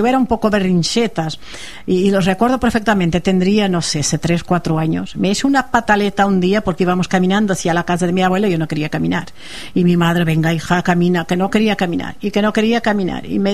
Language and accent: Spanish; Portugal; now in Spain; Yo recuerdo cuando era pequeña, porque en Portugal, más o menos igual que en España, pasaba la Guardia Civil.